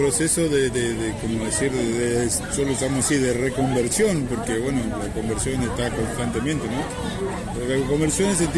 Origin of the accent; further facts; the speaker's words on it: Argentina; a recuperar lo que somos, porque el argentino es un pueblo creyente, yo sé que es así